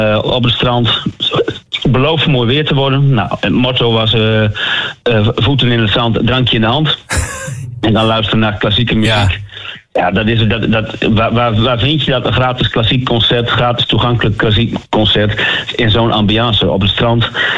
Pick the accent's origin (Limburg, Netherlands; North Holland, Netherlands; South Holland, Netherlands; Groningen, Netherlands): Groningen, Netherlands; Delfzijl; Ik ben geboren en getogen in Delfzijl.